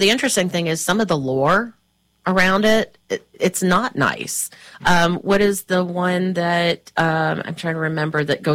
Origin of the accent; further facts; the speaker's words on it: Kentucky, United States; I'm from Kentucky. I love bourbon.